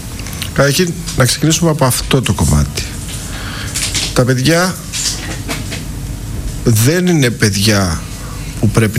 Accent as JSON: {"language": "Greek", "region": "Crete", "country": "Greece", "said": "Επειδή είμαστε και πατριώτες από την Κρήτη"}